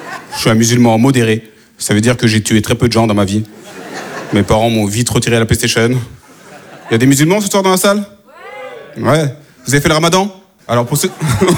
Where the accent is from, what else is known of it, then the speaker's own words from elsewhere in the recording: France; born there; si je parle bien français, c'est peut-être parce que je suis né en France